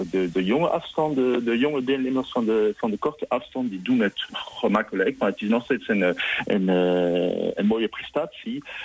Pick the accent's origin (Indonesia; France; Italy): France; now in Netherlands; Ja, ik ben Fransman, klopt.